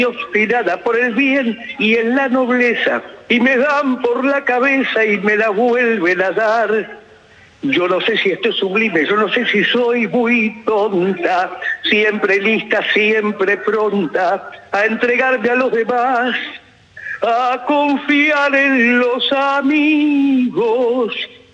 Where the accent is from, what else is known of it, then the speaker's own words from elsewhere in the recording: Buenos Aires, Argentina; Y fui criada en Villa del Parque.